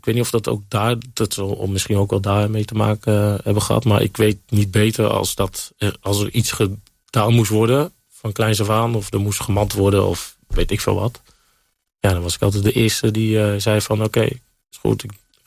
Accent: Utrecht, Netherlands; Ik ben opgegroeid in een kansarme wijk. Ik ben geboren in Overweg, opgegroeid in de betonbuurt en in Ondiep in Utrecht.

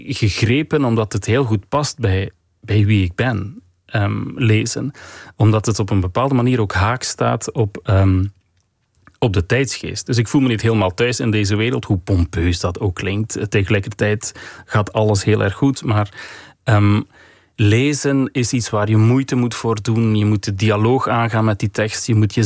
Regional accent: Waregem, Flanders, Belgium; moved away; En dan dacht ik van oké, we zijn weg uit Waregem. Het is oké. Het leven is begonnen.

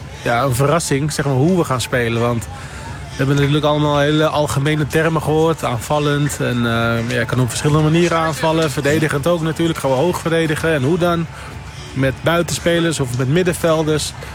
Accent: Netherlands; Ik denk dat wij als Nederlanders zijn dat liever hebben.

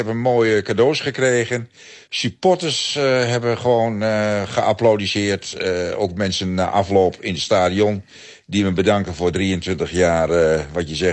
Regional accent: Gelderland, Netherlands; moved away

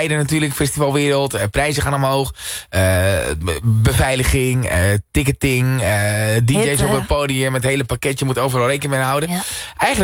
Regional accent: Scherpenzeel, Gelderland, Netherlands; ik kom uit Scherpenzeel, weet je.

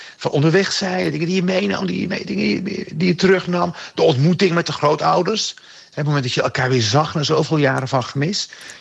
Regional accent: Rotterdam, South Holland, Netherlands; We groeiden op in Rotterdam. Maar het was ook een reis waar heel veel spullen werden meegenomen om familie te helpen in Marokko.

